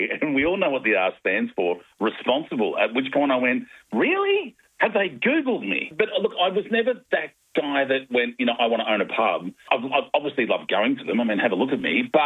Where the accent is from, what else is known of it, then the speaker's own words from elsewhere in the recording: Melbourne, Victoria, Australia; Oh, look, just so you know, I'm from Melbourne and I've never heard of Dettering.